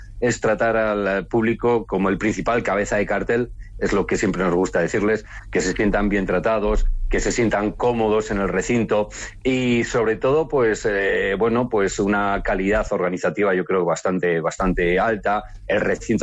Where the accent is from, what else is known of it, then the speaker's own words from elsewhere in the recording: Castile and León, Spain; que es como somos los castellanos y leoneses.